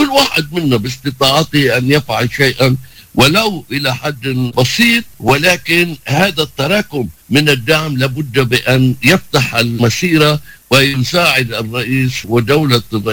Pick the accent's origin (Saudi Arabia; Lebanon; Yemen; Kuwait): Lebanon; now in Texas, United States; كلبنانيين أينما كنا في العالم